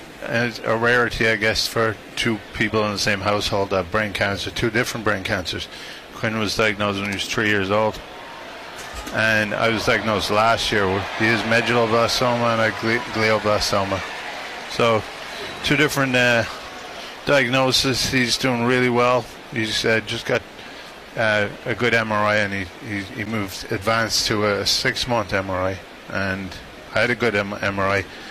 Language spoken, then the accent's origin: English; County Meath, Ireland; I'm just from County Meath, just outside Dublin.